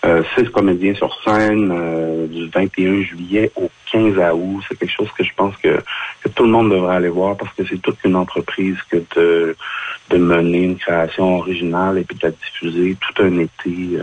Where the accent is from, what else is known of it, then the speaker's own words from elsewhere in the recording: Trois-Pistoles, Quebec, Canada; Ouais, ben je suis originaire de Trois Pistoles, donc j'ai grandi dans un cocon de création artistique et de diffusion culturelle assez exceptionnelle.